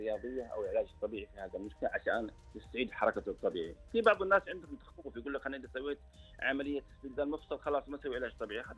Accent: Saudi Arabia; عندنا بالسعودية

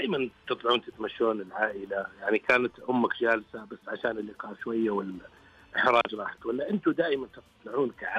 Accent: Abha, Asir, Saudi Arabia; انا من ابها

